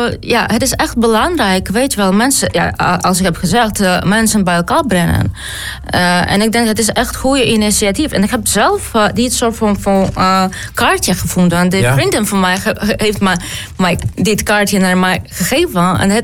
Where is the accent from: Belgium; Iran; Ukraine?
Ukraine; Sumy, Sumy Oblast; Dutch is a second language; now in Hoogkerk, Netherlands; Dat ligt vlakbij grens met Rusland. 20 kilometer. Ja, en jullie weten dat precies. Het is echt een niet veilige plak nu.